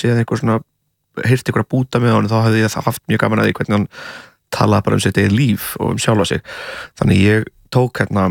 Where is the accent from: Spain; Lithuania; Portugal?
Portugal; Ég, eins og ég hef sagt svona 300 sinnum og fólk er örglega þreytt á að hér að það náttúrulega ólst upp í Portugal.